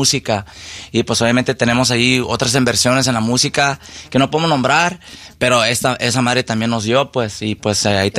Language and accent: Spanish; Los Angeles, California, United States; also born or lived in Paramount; De Paramount, California, uh-huh. Sí, machín. Pero crecimos en Boyle Heights.